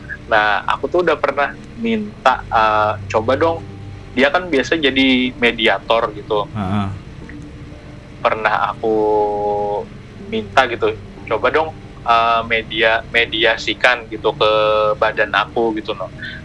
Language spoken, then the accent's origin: Indonesian; Martapura, Indonesia; aslinya Martapura.